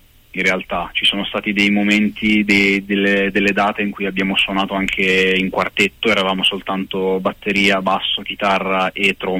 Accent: Tuscany, Italy; now in Milan, Italy; No, io sono toscano. Milano ormai da 13 anni più o meno.

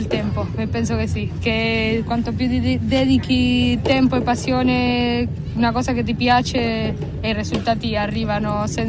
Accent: Uruguay; moved away as an adult; now in Italy; Io sono dell'Uruguay, originaria.

